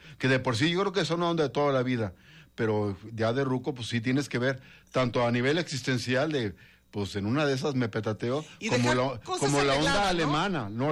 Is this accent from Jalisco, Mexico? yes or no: yes; Jalisco, Mexico; soy del sur de Jalisco igual que él